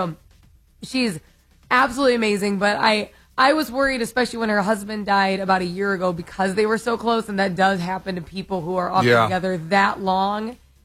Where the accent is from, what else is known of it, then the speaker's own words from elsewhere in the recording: Deep South, United States; my grandparents live in Sevierville. I grew up in the Deep South.